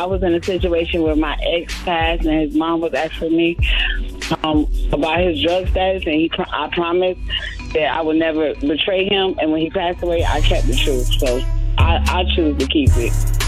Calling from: Atlanta, Georgia, United States; I'm calling from Atlanta.

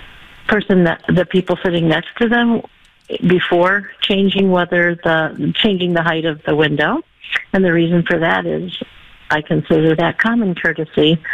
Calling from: Minneapolis, Minnesota, United States; calling from Minneapolis.

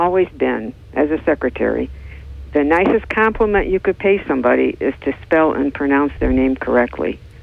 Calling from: Johnson City, New York, United States

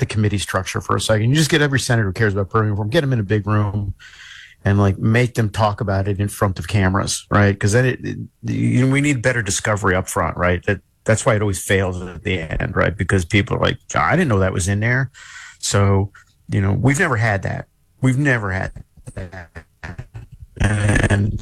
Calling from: Massachusetts, United States; I'm sorry because I'm calling from Massachusetts, so point made.

